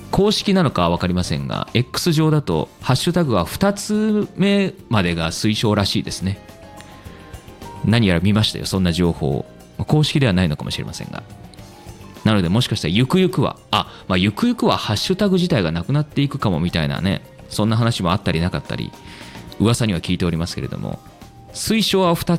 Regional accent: Kansai, Japan; 幼少期を関西で過ごしてると、あ、これ関西弁だったのかとかね、意外とあったりするんで

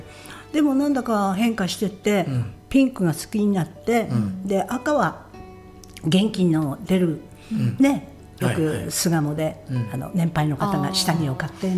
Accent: Sapporo, Hokkaido, Japan; でお母ちゃんと私が札幌で生まれ育ったんですけれども

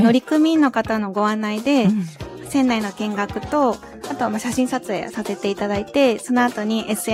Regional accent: Matsudo, Chiba, Japan; moved away as an adult; now in Otaru, Japan; 私は千葉県の松戸市出身で、大学4年生の2017年に雪明かりの道の学生ボランティアに参加をしました。そこで現在の主人と出会い、結婚を機に千葉県から移住いたしました。

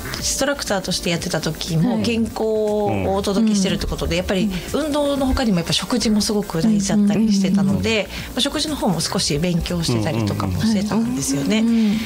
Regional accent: Hokkaido, Japan; 北海道民としてもっと食材のことを知って、

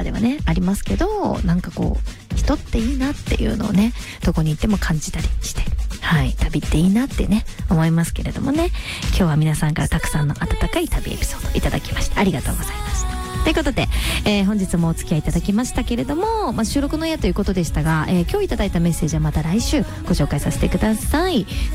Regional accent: Miyazaki, Japan; born or raised there

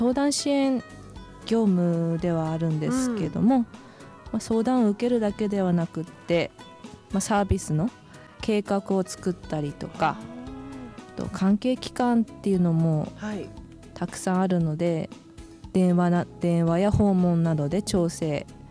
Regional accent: Kitakata, Fukushima, Japan; now in Motomiya, Japan; 出身は会津の方なんです、

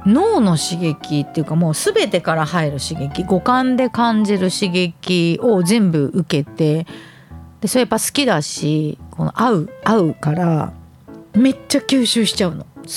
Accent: San'in, Japan; その県外からですごくやっとる人はやっぱ山陰にすごい癒しを求めに来られるし、でずっと住んどる私たちっていうのはなんかこれが当たり前の世界だから

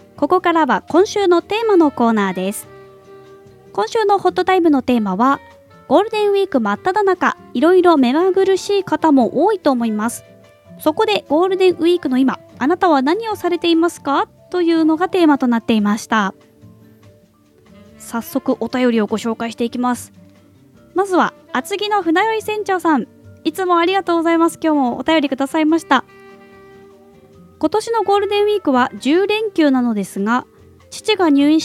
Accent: Yokohama, Kanagawa, Japan; 私、横浜出身なので、

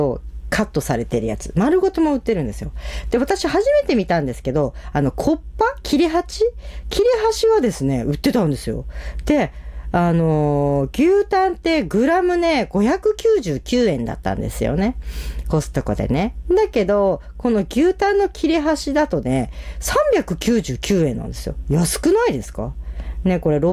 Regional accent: Otaru, Hokkaido, Japan; 私、小樽が出身なので。

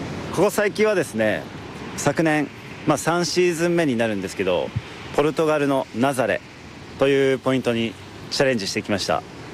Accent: Chigasaki, Kanagawa, Japan; 僕の地元茅ヶ崎

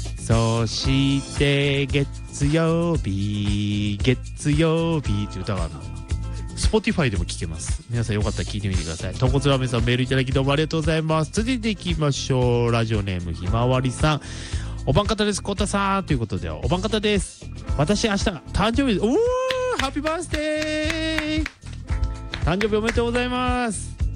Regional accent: Ibaraki, Japan; accent: Ibaraki dialect; 俺だって茨城弁で紙芝居とかやんだから。

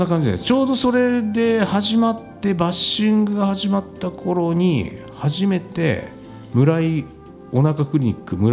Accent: Ashikaga, Tochigi, Japan; 僕は地元が栃木県の足利市なんですけども、

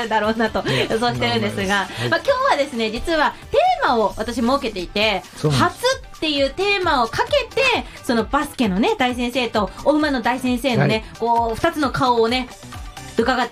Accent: Nagasaki, Japan; 私の地元長崎のチーム、長崎ベルカがなんと創設5年目にして初優勝。

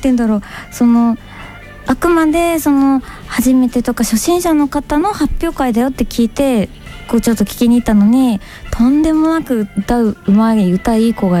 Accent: Hokuriku, Japan; born or raised there

